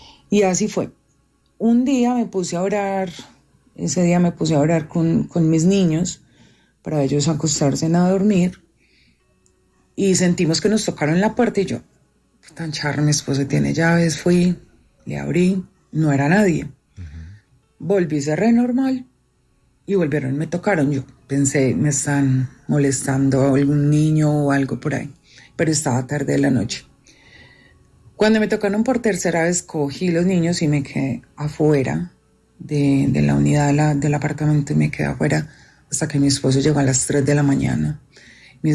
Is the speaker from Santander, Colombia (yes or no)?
no; Medellín, Antioquia, Colombia; Soy de Medellín.